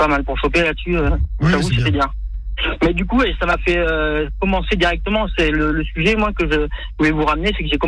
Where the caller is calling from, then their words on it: Poitiers, Nouvelle-Aquitaine, France; je suis à Poitiers